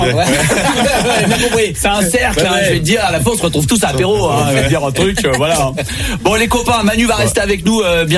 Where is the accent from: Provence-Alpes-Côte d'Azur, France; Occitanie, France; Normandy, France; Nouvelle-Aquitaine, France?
Provence-Alpes-Côte d'Azur, France; Les Orres; Alors les Ors, les copains, je suis né aux Ors, hein. Vraiment, natif des Ors, mes parents y sont encore.